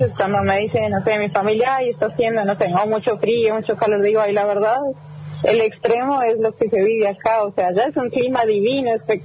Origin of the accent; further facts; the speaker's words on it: Bogotá, Colombia; now in Bahía Blanca, Argentina; Yo soy de Bogotá.